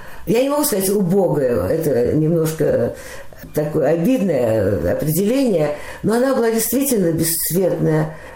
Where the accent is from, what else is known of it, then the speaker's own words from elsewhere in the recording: Moscow, Russia; moved away as an adult; В 43-м году я родилась, и так в Москве и осталась.